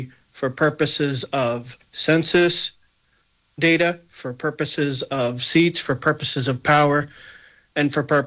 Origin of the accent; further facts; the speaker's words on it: Cape Cod, Massachusetts, United States; I'm born and raised on Cape Cod.